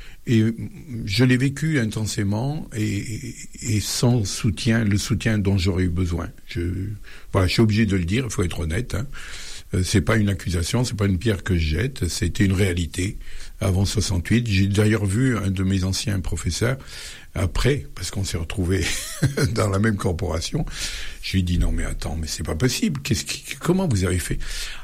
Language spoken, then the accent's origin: French; Baternay, Auvergne-Rhône-Alpes, France; born there; Alors, je suis né à Baternay, je suis un petit village du nord Drôme.